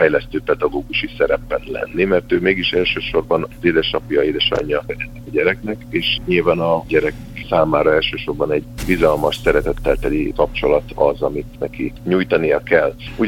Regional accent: Hungary; magyarként itt a szláv gyűrűben vagyunk

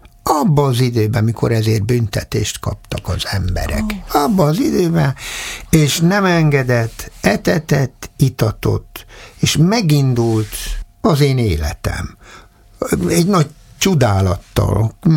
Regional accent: Budapest, Hungary; born there

